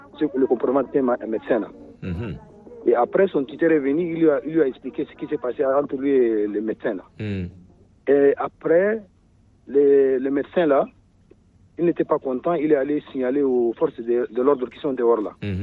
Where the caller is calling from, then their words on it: N'Djamena, Chad; Je vous appelle de N'Djamena.